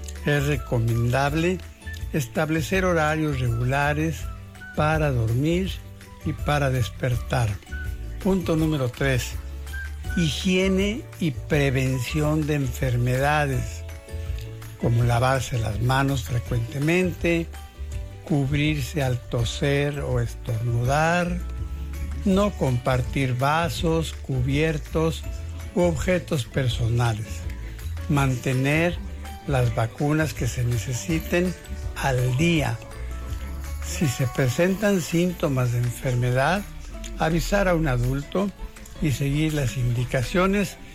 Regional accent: Guadalajara, Jalisco, Mexico; Aunque por esos entonces, Guadalajara, mi ciudad natal, ya tenía 1 millón de habitantes.

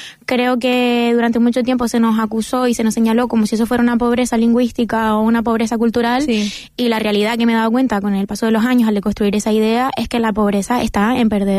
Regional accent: Canary Islands, Spain; yo soy canaria, también de una zona rural, y hay muchas palabras que tú utilizaste que yo no conocía.

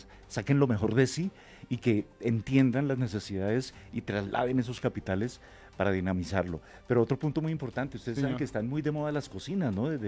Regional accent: Colombia; lo resolvemos todos como, sí, colombianos

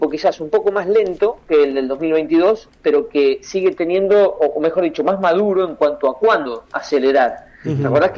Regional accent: Argentina; yo siendo argentino

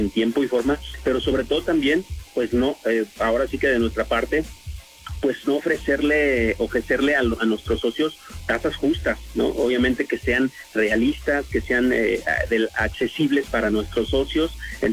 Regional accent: Mexico; nos hace como mexicanos

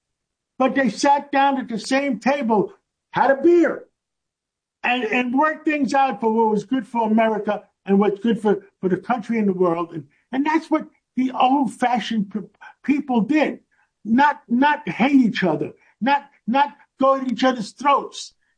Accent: New York, United States; I grew up in Harlem on 135th Street, and between Broadway and Amsterdam Avenue by City College, by Lewiston Stadium up there, I went to PS 192, 137th Street, and in those days, we walked through Harlem all the time.

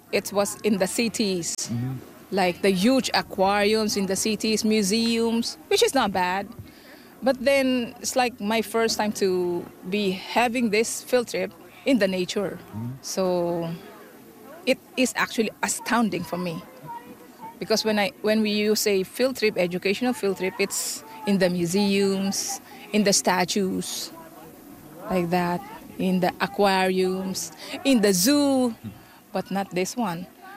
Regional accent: Philippines; moved away as an adult; now in Canada; I'm from the Philippines, so I came here in Canada in December of 2022.

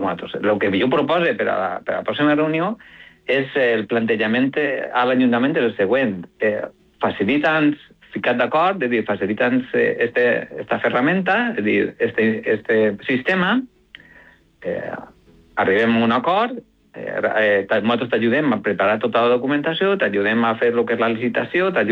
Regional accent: L'Olleria, Valencian Community, Spain; que jo soc d'Olleria, visquen allà a l'Homan Ferit, sí. Soc ja mig adoptat, o sigui, soc mig

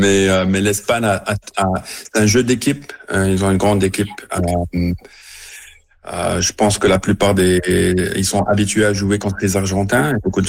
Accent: Morocco; d'où mon origine, je suis marocain

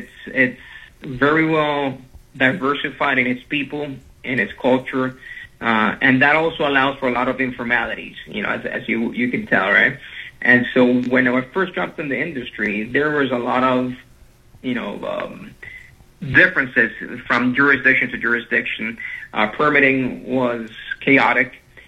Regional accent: Colombia; also born or lived in North Carolina / Miami; now in United States; So I went to a British Catholic school in Colombia, where I learned English, very early on. And then when I moved to the U.S., I went to a Christian school here in North Carolina for a little bit, then moved to Miami.

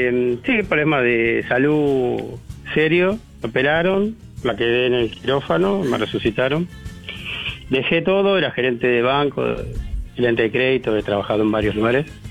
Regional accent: Lanús, Buenos Aires Province, Argentina

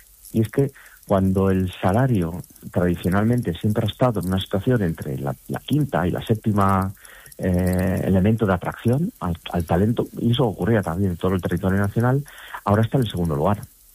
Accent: Asturias, Spain; moved away; yo soy asturiano, aunque llevo ya 20 años fuera

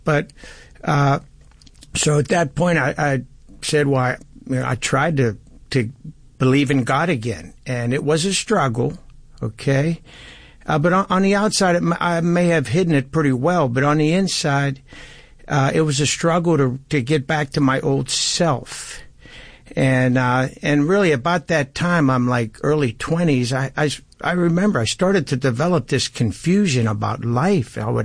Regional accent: Pittsburgh, Pennsylvania, United States; I was born in Pittsburgh, raised in a loving home, Terry, and just a typical happy kid growing up.

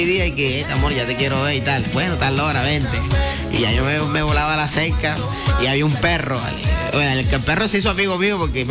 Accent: Majagual, Sucre, Colombia; now in Cartagena, Colombia; soy de Majagual, Sucre.

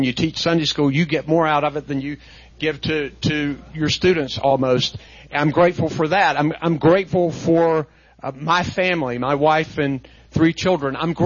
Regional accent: North Carolina, United States; Growing up in Eastern North Carolina, my parents were amazing. My mom was a public school teacher.

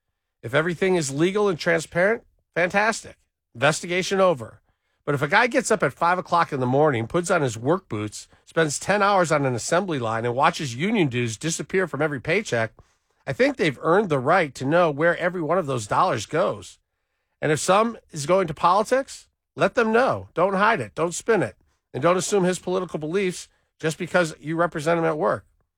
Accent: Michigan, United States; I grew up in Michigan.

